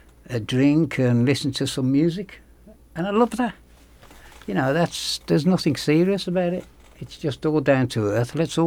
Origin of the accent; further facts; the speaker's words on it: Birmingham, West Midlands, United Kingdom; I'm from Moseley Village.